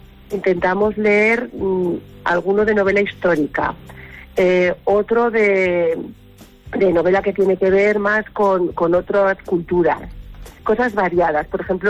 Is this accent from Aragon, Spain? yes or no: yes; Conchel, Aragon, Spain; porque yo soy de Conchel, y yo lo que quería era que en mi pueblo, que es muy pequeñito, de 100 habitantes